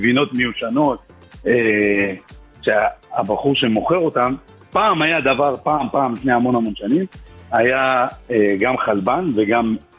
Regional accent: Jerusalem, Jerusalem District, Israel; moved away; אני ירושלמי במקור

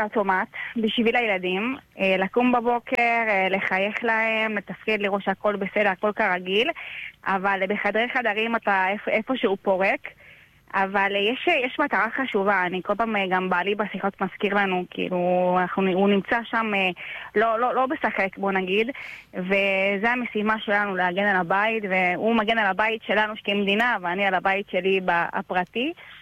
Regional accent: Beersheba, Southern District, Israel; נכון, אז אנחנו מבאר שבע, יש לנו שלושה ילדים

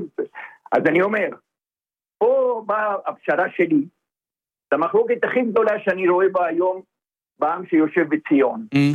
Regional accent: Argentina; Hebrew is a second language; המחלוקת שאני רואה בו, כיהודי גלותי, וכפי שאתה שומע, אני...

